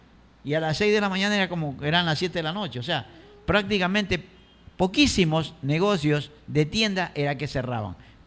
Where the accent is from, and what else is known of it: Ecuador